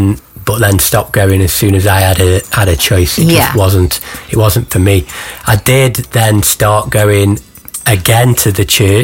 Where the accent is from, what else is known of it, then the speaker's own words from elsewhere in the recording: Stoke-on-Trent, West Midlands, United Kingdom; born there; Okay, so I was born in here in Stoke-on-Trent.